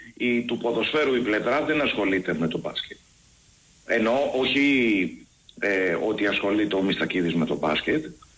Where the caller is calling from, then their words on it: Athens, Attica, Greece; Είμαι Αθηναίος, αλλά ραδιοφωνικά ζω στη Θεσσαλονίκη.